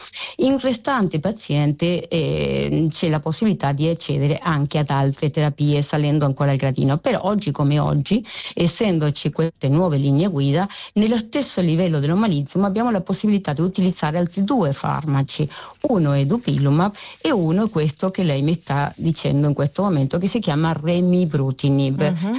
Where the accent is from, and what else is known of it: Argentina; born or raised there; Italian is a second language